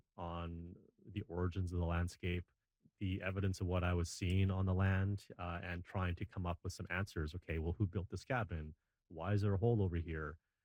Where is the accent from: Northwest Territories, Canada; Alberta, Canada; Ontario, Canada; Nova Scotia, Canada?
Northwest Territories, Canada; Yellowknife; Well, I've been researching Yellowknife history for 26 years now. I'm born and raised in Yellowknife.